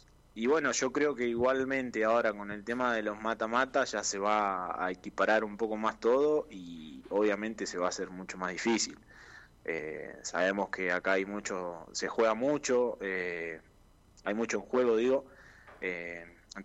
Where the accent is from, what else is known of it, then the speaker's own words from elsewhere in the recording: Viedma, Río Negro, Argentina; born there; moved away as an adult; ahí en Viedma, yo soy de ahí, para claro. Que saben, yo soy nacido ahí en Viedma, claro.